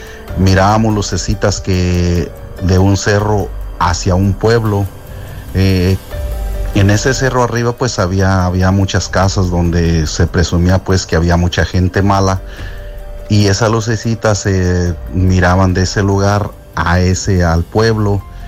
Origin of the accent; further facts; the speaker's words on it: Morelia, Michoacán, Mexico; Yo soy del estado de Morelia, Michoacán. Vivíamos en un ranchito lejos de ahí de la ciudad.